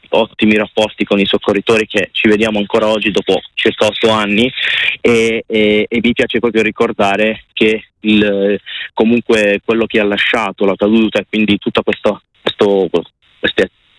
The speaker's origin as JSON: {"language": "Italian", "town": "Taranto", "region": "Apulia", "country": "Italy", "tie": "born or raised there", "moved": "yes", "said": "io sono originario di Taranto"}